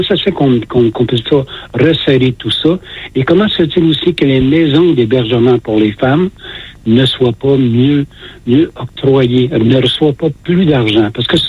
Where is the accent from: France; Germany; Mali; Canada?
Canada; Saint-Jérôme, Quebec; chez nous, à Saint-Jérôme